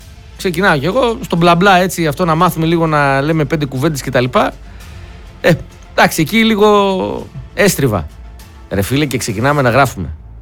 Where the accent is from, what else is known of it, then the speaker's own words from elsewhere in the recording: Greece; Είμαι Έλληνας.